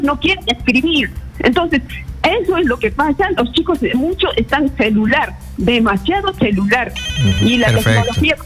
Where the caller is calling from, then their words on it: Apurímac, Peru; yo soy del sur, ¿no?, de Apurímac